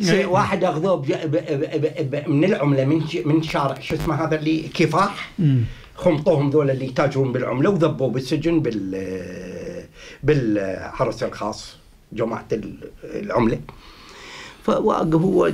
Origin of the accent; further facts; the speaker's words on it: Iraq; also born or lived in Baghdad; وأنا مواطن عراقي